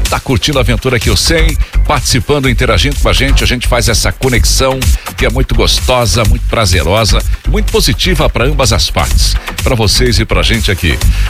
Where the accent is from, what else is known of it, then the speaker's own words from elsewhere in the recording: Brazil; E somos brasileiros.